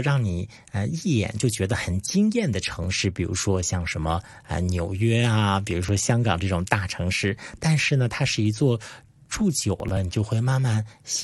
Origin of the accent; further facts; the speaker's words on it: Shanxi, China; moved away; 我们山西主要是以这个面食为主